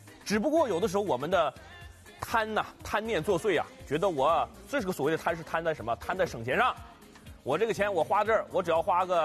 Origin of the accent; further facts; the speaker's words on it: Heilongjiang, China; also born or lived in Beijing; now in Shanghai, China; 我是黑龙江人，我就说了，虽然我是新上海人